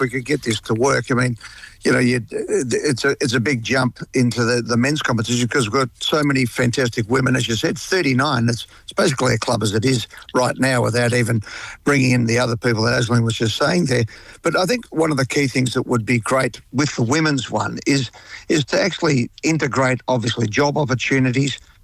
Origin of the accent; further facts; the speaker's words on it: Australia; born there; I was born in Australia. So I get lumped as an Aussie, very much so, and loving it, but we're very, very strong and patriotic Irish people as well.